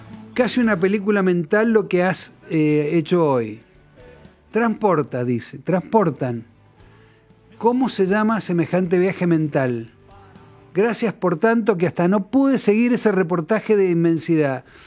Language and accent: Spanish; Mendoza, Argentina; Yo soy peralino